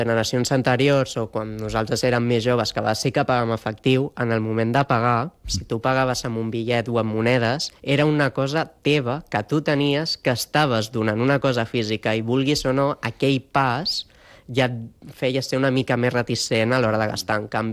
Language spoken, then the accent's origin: Catalan; Barcelona, Catalonia, Spain; aquí els que som de Barcelona o al voltants